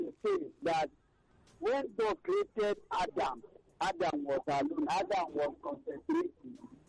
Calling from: Abuja, Federal Capital Territory, Nigeria; I'm calling you from Abuja.

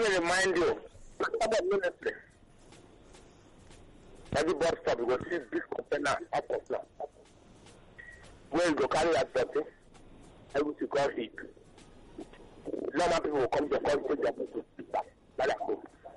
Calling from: Satellite Town, Lagos, Nigeria; From Satellite Town.

